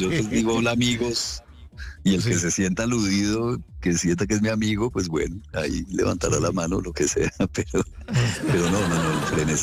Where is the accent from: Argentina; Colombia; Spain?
Colombia; Manizales, Caldas; mi infancia en Manizales. Yo me crié en Manizales en los 80s